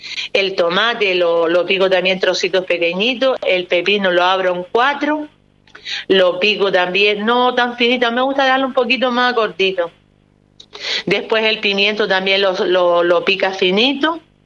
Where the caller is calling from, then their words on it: Gáldar, Canary Islands, Spain; Soy de Galda, por ejemplo, en Caidero de Galda